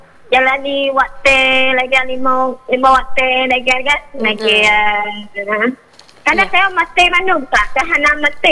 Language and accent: Indonesian; Aceh, Indonesia; sebagai urang Acehnya